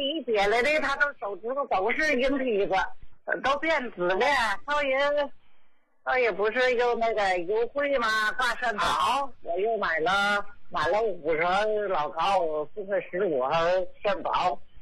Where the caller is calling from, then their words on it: Qinhuangdao, Hebei, China; 我是秦皇岛的呀。